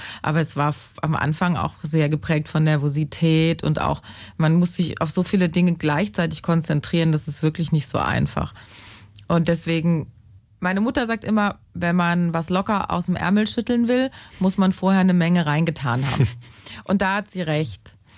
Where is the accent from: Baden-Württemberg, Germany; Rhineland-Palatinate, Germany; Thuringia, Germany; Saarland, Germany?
Saarland, Germany; Saarbrücken; born there; Ich bin in Saarbrücken geboren